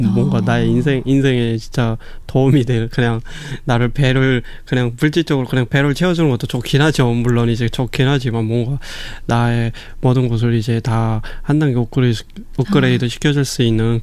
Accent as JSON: {"language": "Korean", "country": "North Korea", "tie": "born or raised there", "said": "우리 북한에 살고 있는 주민들을 위해서 이제 일을 하고 계신다라는 걸 그때 또 이제 느끼게 됐던 것 같아요. 제 고향에 있는 가족이라든지 친구들도 이제 하나님께서 보살펴 주시고 계시는구나라고 생각했던 것 같습니다."}